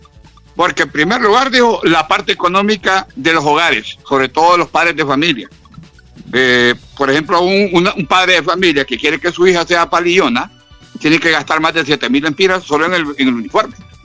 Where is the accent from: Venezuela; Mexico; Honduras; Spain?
Honduras; Yo soy cualquier ciudadano como y corriente, como cualquier hondureño.